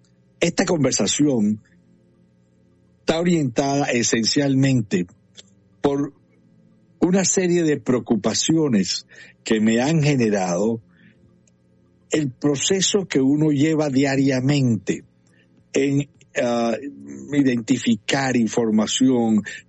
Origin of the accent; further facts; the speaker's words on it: Venezuela; uno como venezolano